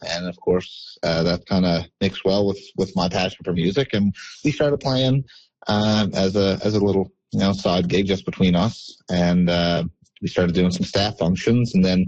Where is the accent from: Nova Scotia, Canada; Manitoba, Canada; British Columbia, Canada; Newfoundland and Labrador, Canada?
Newfoundland and Labrador, Canada; So I'm from the Beeren Peninsula on the south coast there of Newfoundland.